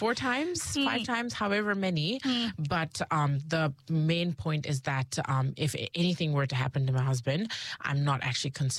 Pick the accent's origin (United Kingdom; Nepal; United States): Nepal; now in New Zealand; I am originally from Nepal. I've been living in New Zealand since 2012.